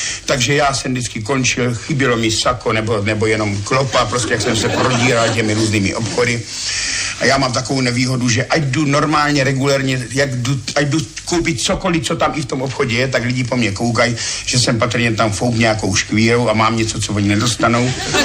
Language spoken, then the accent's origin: Czech; Brno, South Moravian Region, Czechia; also born or lived in Ivančice / Řícmanice